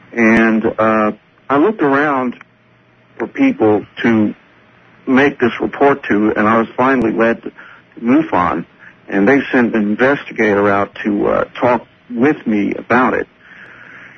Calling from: Austin, Texas, United States; calling from Austin.

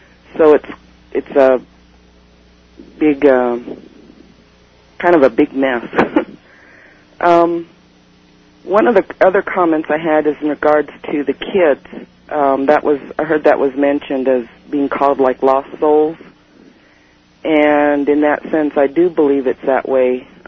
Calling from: Idaho, United States; I'm from Idaho.

